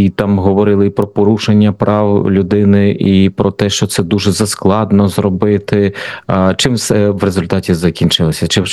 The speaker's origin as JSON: {"language": "Ukrainian", "town": "Kharkiv", "region": "Kharkiv Oblast", "country": "Ukraine", "moved": "yes", "lives_now": "Lviv, Ukraine", "said": "Ну, а ще ж купа харків'ян і харківок самі є переселенцями. Ну, от я, наприклад, теж маю статус переселенця. Я поки що мешкаю у Львові."}